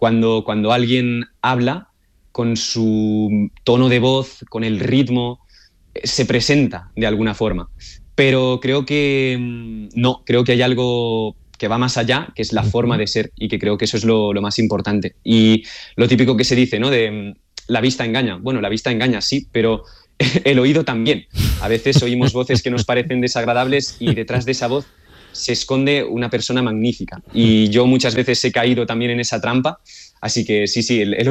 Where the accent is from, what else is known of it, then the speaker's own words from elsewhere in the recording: Olot, Catalonia, Spain; Yo nací en Olot, una pequeña ciudad del norte de España, y ya desde bien pequeñito, cuando tenía 7 años